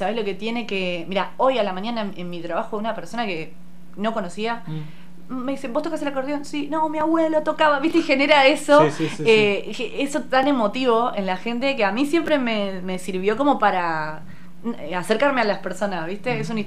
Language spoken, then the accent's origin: Spanish; Magdalena, Buenos Aires Province, Argentina; nosotros, bueno, somos de Magdalena